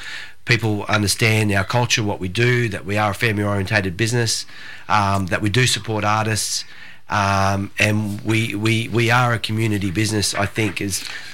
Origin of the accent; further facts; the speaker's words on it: New South Wales, Australia; I grew up in New South Wales, country New South Wales